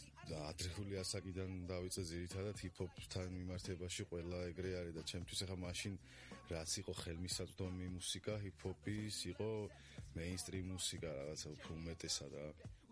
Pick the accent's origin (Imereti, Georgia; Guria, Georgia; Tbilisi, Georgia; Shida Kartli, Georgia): Imereti, Georgia; Tskaltubo; born there; also born or lived in Tekali, Lentekhi district (Svaneti); იმიტომ რომ თეკალში გავიზარდე, მესამე კლასში ვიყავი, მეოთხეში გადამსვლელში, სადაც როცა გადმოვედი წყალტუბოში ჩემი ოჯახი